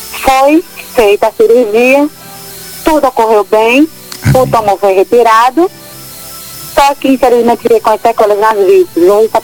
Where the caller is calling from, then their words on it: Fagundes, Paraíba, Brazil; Eu sou de Fagundes, no estado da Paraíba.